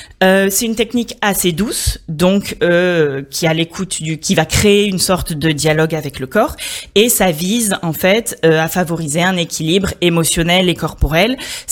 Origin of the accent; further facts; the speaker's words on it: Marseille, Provence-Alpes-Côte d'Azur, France; moved away; also born or lived in Paris / Canada; Alors moi je suis originaire de Marseille, par contre j'ai surtout travaillé à Paris et à l'étranger, notamment au Canada